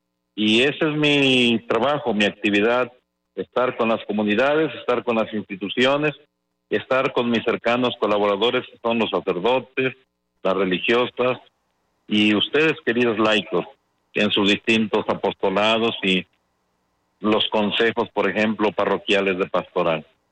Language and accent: Spanish; Puebla, Mexico; visito mucho la Sierra Norte, mi tierra, la Mixteca poblana